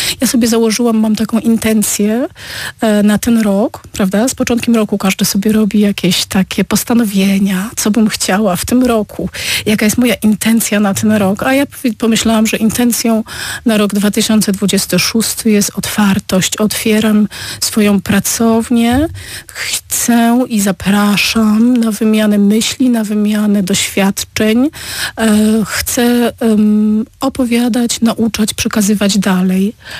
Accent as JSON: {"language": "Polish", "town": "Opole", "region": "Opole Voivodeship", "country": "Poland", "tie": "born or raised there", "moved": "as an adult", "lives_now": "Berlin, Germany", "said": "ja jestem Opolanką, urodziłam się tutaj w Opolu, chodziłam tutaj do liceum plastycznego, studiowałam tutaj wychowanie plastyczne, czyli Opole jest moim miastem, do którego wracam"}